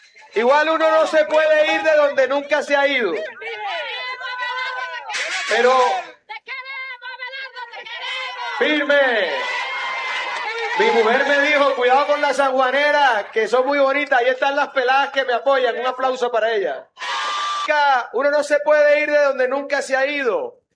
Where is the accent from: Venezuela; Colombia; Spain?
Colombia; San Juan del Cesar, La Guajira; porque yo soy sanjuanero, los sanjuaneros somos tan berracos que nacemos donde nos da la gana.